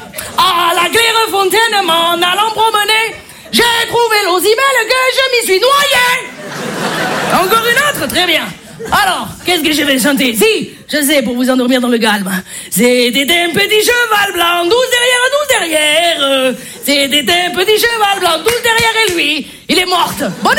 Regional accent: Marseille, Provence-Alpes-Côte d'Azur, France; accent: Marseille; Je m'y connais un accent, hein. Je suis marseillaise.

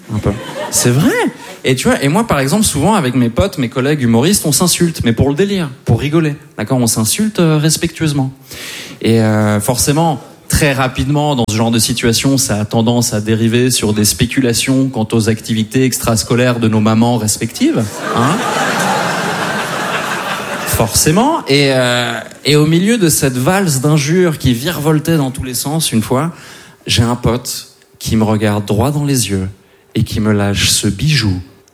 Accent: Switzerland; born there; Mais je suis né en Suisse, effectivement. En revanche, comme beaucoup de Suisses, je ne suis pas que Suisse. Je suis petit-fils d'immigrés, petit-fils de réfugiés

